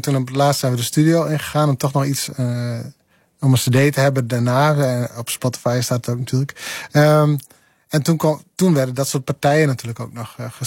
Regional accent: Friesland, Netherlands; Ik kom uit de Friese Wouden.

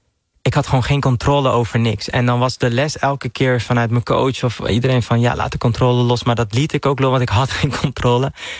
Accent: Netherlands; Als ik daar ben, denk ik, ik ben echt een Nederlander.

